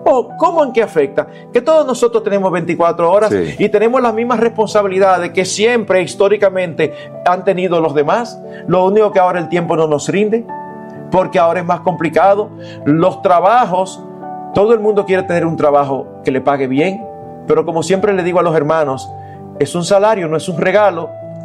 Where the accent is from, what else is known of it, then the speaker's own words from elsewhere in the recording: Santo Domingo, Distrito Nacional, Dominican Republic; Eduardo, tú y yo crecimos aquí en Santo Domingo.